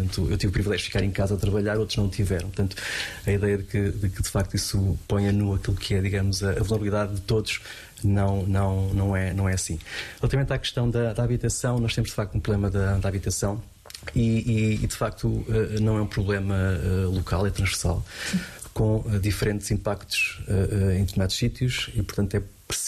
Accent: Portugal

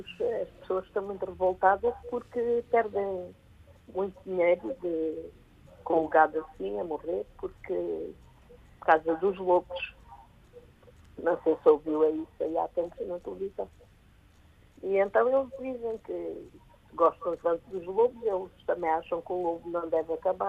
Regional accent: Alentejo, Portugal; Desde que estou a ouvir, que vim lá do Alentejo.

